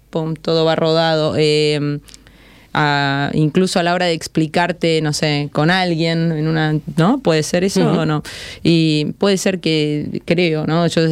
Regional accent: Argentina; Yo soy de Argentina, para el que no se dio cuenta del acento.

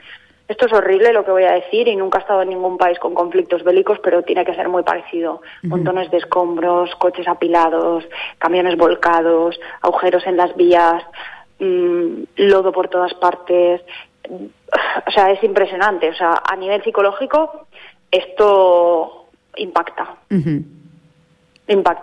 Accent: Pedralba, Valencian Community, Spain; llegué a Pedralba, que como te digo es mi pueblo, y te voy a contar cómo es mi realidad aquí

